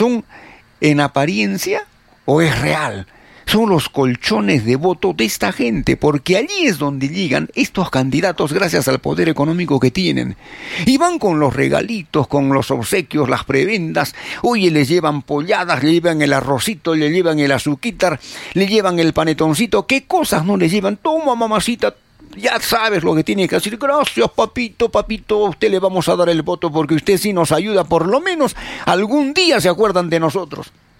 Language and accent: Spanish; Arequipa, Peru; ¿Qué cosas somos los arequipeños?